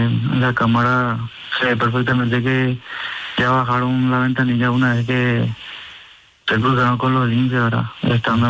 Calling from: Ipané, Central, Paraguay; estoy muy lejos también del lugar de entrenamiento, de salir de Ipané y irte a Luque

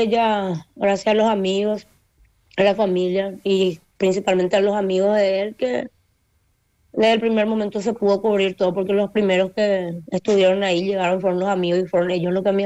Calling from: Fernando de la Mora, Central, Paraguay; Fernando La Mora

